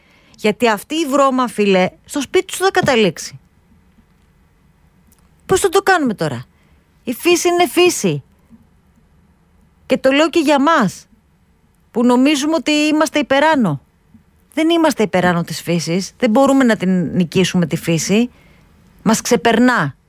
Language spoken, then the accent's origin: Greek; Sparta, Peloponnese, Greece; born there; moved away; also born or lived in Aigaleo; Είμαστε international χωριό στη Μαγούλα Σπάρτη